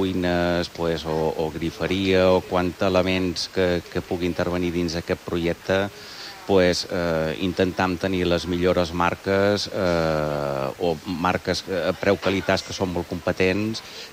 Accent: Ciutadella, Balearic Islands, Spain; tots som de Ciutadella

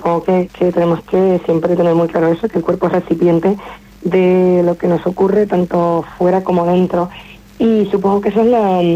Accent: Canary Islands, Spain; also born or lived in La Palma; la definición de mi familia, de mi tierra y de mí misma siempre va a estar impregnada por de dónde he venido y cómo, los valores con los que he crecido. Pero supongo que en este disco he indagado un poco más en cómo se siente la palmera

